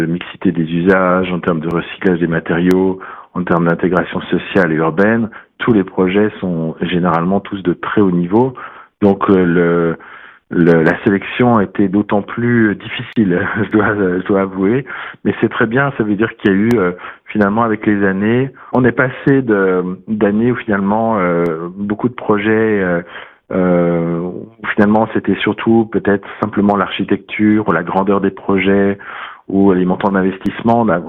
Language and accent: French; France; mais en tant que Français, je me réjouis de voir 5 très beaux projets